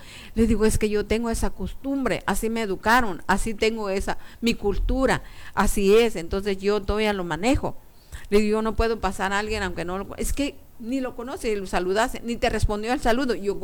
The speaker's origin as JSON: {"language": "Spanish", "town": "Huautla", "country": "Mexico", "said": "yo vengo del municipio de Huautla. En el municipio de Huautla decimos algunos conceptos, algunos términos, así como lo hablamos en el municipio."}